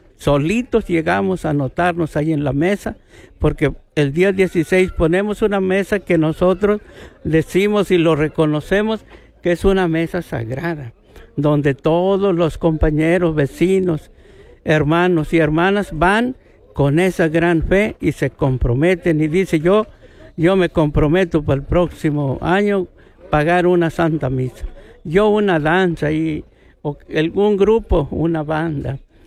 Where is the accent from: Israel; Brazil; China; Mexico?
Mexico; Taxtitla, Veracruz; Sí, soy nativo de aquí y mi papá me enseñó a trabajar el campo.